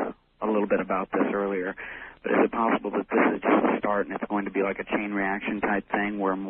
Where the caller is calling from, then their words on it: Austin, Texas, United States; I'm in Austin.